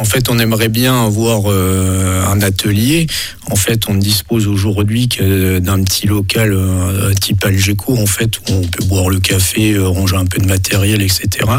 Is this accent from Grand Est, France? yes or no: yes; Grand Est, France; moved away as an adult; also born or lived in Le Luc en Provence / Compiègne / Caussade; now in Montauban, France; Moi, je suis originaire de la région de Nancy et j'ai eu la chance d'avoir un club à l'époque dans mon village.